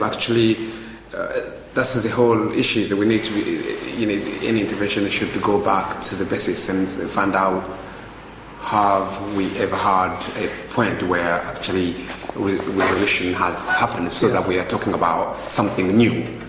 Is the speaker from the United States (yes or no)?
no; United Kingdom; So as a British person